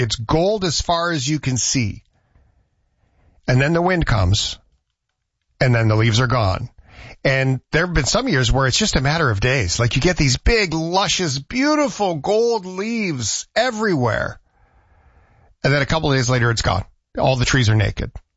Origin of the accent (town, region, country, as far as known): Port Alberni, British Columbia, Canada; born or raised there